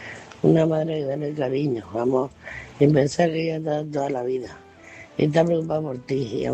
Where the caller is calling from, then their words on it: Murcia, Region of Murcia, Spain; de Murcia y quería contestar a Manuela.